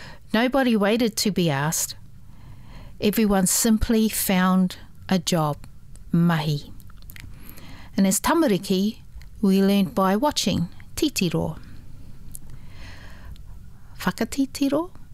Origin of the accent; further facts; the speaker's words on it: Northland, New Zealand; a memory from my own childhood growing up in Pautō, in the Kaipara.